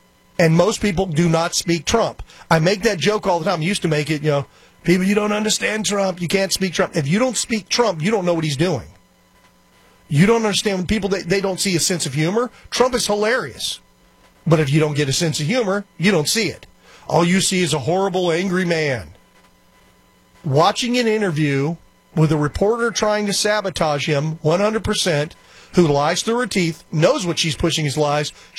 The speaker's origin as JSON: {"language": "English", "region": "Texas", "country": "United States", "tie": "born or raised there", "said": "being born and raised in Texas, I was acclimated to the heat for 50-plus years."}